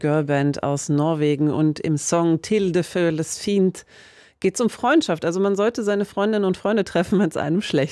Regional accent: Baden-Württemberg, Germany; Auf dem Weg zur Schule bin ich damals immer an einem wirtschaftlich sehr wichtigen Ort für meine Heimatstadt vorbeigekommen. Den fast 50 Meter hohen historischen Wasserturm kann man von weitem auch gut sehen und der gehört zum deutschen Stammwerk der Marke Maggi.

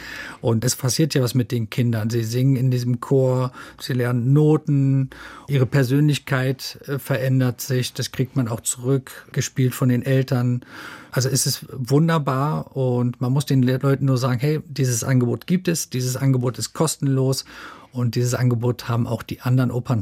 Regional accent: Berlin, Germany; Das erste, was ich gemacht habe, ist als Berliner meine Netzwerke aufzusuchen

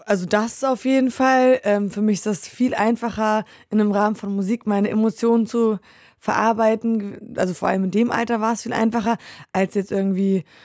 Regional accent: Poland; moved away; Also ich bin vor allem in Polen groß geworden

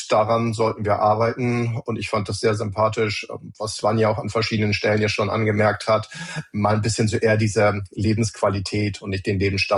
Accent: Germany; wir Deutschen

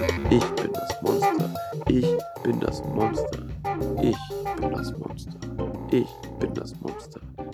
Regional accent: Bavaria, Germany; now in Berlin, Germany; Weißt du, ich komme doch aus dem Voralpenland, wo alle Flüsse und Seen glasklar sind. Aber hier in Brandenburg...

